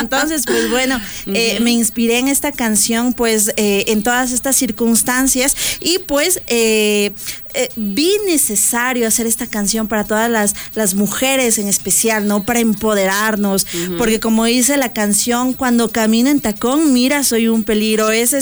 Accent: Ecuador; porque somos ecuatorianos, soy ecuatoriana

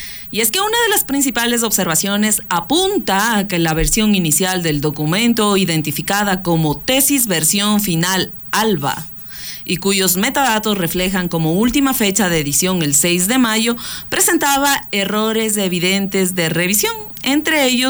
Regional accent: Ecuador; ¿Qué pensará que somos los ecuatorianos?

